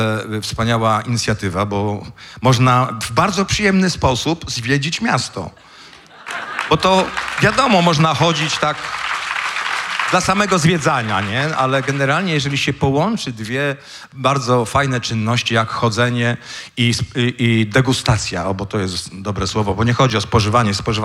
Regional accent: Lubin, Lower Silesian Voivodeship, Poland; moved away; ja w ogóle nie jestem z Zielonej Góry. Ja wagarowałem w Lubinie.

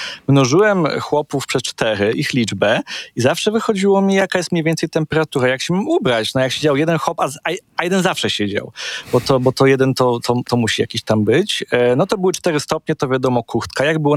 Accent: Gliwice, Silesian Voivodeship, Poland; Ja się wychowywałem przy pętli tramwajowej na Wójtowej Wsi w Gliwicach.

